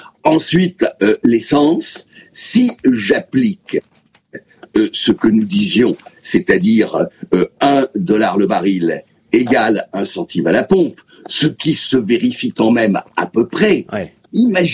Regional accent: South-West, France; Il se trouve que je suis du Sud-Ouest, je connais bien la ville de Pau.

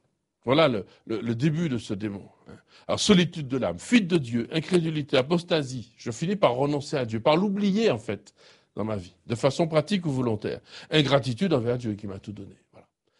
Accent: Martinique; comme on dit chez nous en Martinique, la terre n'a pas capoté

